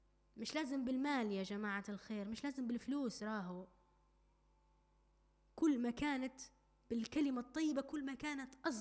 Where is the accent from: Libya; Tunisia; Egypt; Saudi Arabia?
Libya; accent: Libyan; طاسة شاي بلهجتنا